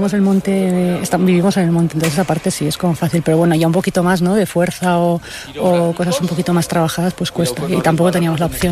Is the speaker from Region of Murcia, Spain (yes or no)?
no; Abaurrea Baja, Navarre, Spain; Nada, en 10 minuticos o menos estoy en mi pueblo, en Abaurrea Baja, sí.